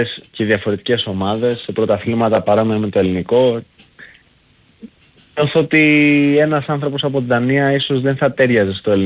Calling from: Athens, Attica, Greece; από Αθήνα.

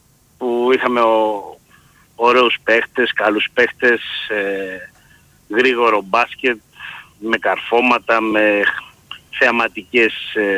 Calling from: Athens, Attica, Greece; Είμαι από τα Σεπόλια, αναγέννηση Καδίτσας

